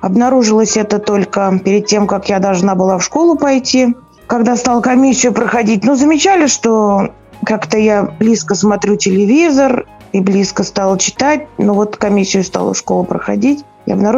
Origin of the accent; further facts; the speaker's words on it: Samara, Samara Oblast, Russia; Родилась я в городе Куйбышеве, тогда еще был город Куйбышев. Родилась я в 1977 году.